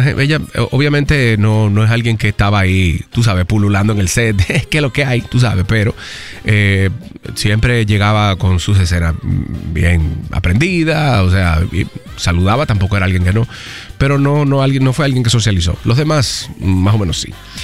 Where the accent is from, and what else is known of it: Dominican Republic